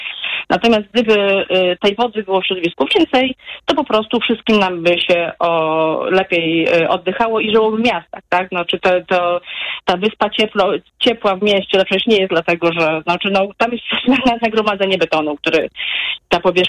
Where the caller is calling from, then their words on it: Warsaw, Masovian Voivodeship, Poland; ja jestem z Warszawy